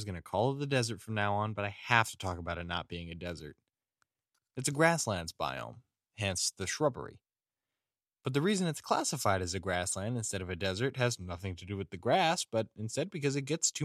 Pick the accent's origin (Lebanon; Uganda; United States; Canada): Canada; British Columbia; I'm from the Lower Mainland. How about you? I was born and raised down here, so I've spent roughly 103% of my life absolutely drenched from the rain.